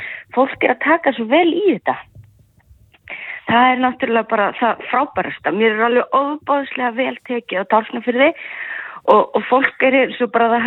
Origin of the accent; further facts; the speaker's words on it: Patreksfjörður, Westfjords, Iceland; also born or lived in Denmark; En ég er fætt uppalinn á Patisfirði en ég var 15 því flutti söður í skóla og svo bjó ég 14 ári í Danmörku.